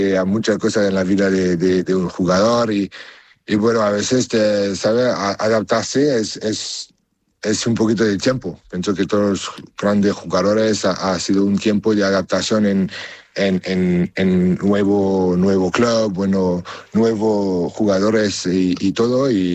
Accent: France; Los amigos, pero soy francés.

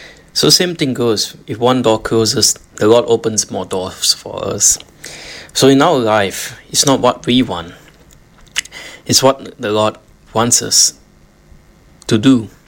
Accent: Malacca, Malaysia; moved away as an adult; also born or lived in Kuala Lumpur, Malaysia; now in Singapore; I would not be working in Singapore. I was originally from Malacca.

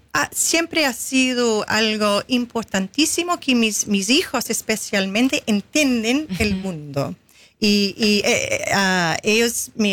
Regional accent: Sydney, New South Wales, Australia; born or raised there; Spanish is a second language; also born or lived in South Australia

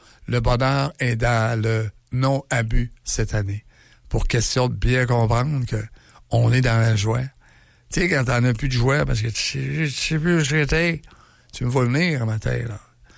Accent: Quebec, Canada

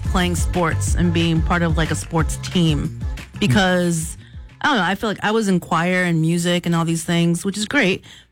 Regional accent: Florida, United States; Yeah, I was raised in Florida, and we would get out in May and back to school around August.

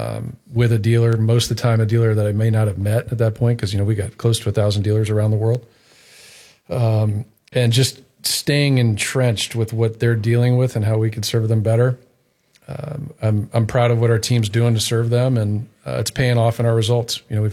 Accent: Texas, United States; moved away; I'm the son of a Bronx. While I grew up in Texas, this part of the country, you know, New York, New Jersey, is really in my blood.

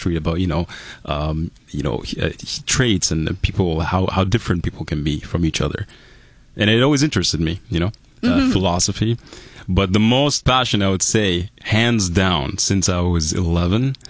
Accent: Cairo, Cairo Governorate, Egypt; now in Canada; I am from Egypt. Cairo, Egypt. I've been in Canada since 2010.

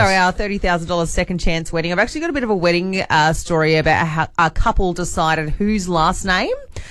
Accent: New South Wales, Australia; now in Queensland, Australia; I'm from New South Wales. Yes. And I just said, I can't see myself living in New South Wales ever again.

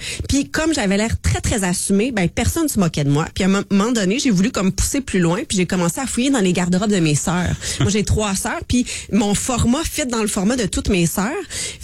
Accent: Val-d'Or, Quebec, Canada; moved away; quand je suis en Abitibi, quand je retourne chez nous, parce que mon père puis ma petite sœur habitent toujours à Val-d'Or

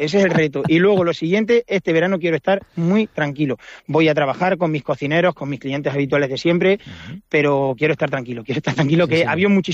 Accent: El Puente del Arzobispo, Castilla-La Mancha, Spain; Yo soy nacido y criado en Puente del Arzobispo, no me quería mover de ahí.

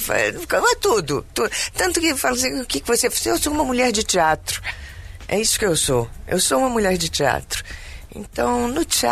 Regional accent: Rio de Janeiro, Brazil; now in São Paulo, Brazil; Sou natural do Rio de Janeiro.

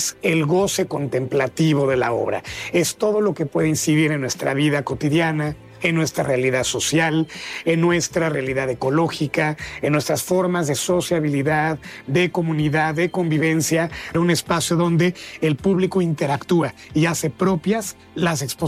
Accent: Mexico City, Mexico; now in Oaxaca, Mexico; Yo no tuve la fortuna de nacer en Oaxaca, soy de la Ciudad de México, pero oaxaqueño de corazón.

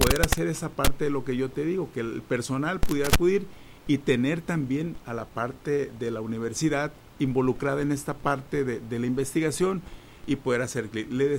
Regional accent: Mexcaltitán, Nayarit, Mexico; estoy hablando de la zona de Mezcalvitán, de mi pueblo de origen

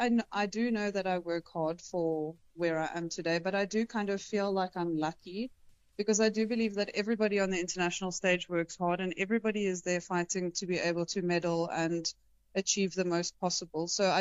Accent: South Africa; I am a South African fashion designer

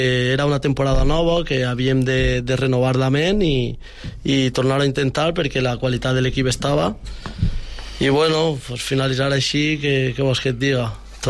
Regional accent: Bocairent, Valencian Community, Spain; moved away as an adult; also born or lived in L'Olleria / Catalonia; yo soy de Bocairent, tota la vida he jugat al meu poble

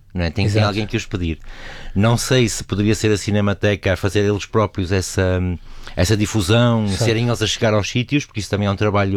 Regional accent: Porto, Portugal; A sala de cinema, por exemplo, a sala de cinema que eu ia era no Bonfim, que é a freguesia ao lado, não é? Não era na minha freguesia.

